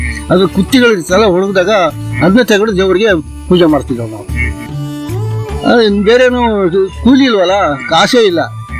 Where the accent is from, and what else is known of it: Karnataka, India; born there